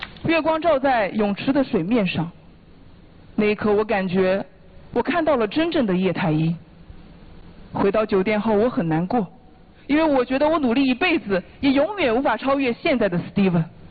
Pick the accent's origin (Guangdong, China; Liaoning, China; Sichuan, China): Sichuan, China; Jianyang; 我需要赚钱，所以我在我的老家四川简阳做一名服装导购